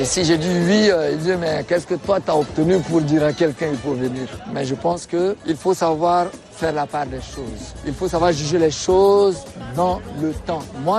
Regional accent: Chad; accent: Chadian

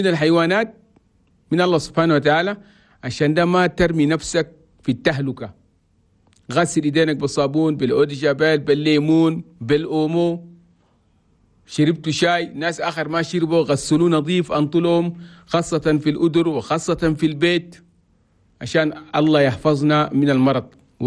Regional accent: Chad; بلدنا تشاد بلد تومي

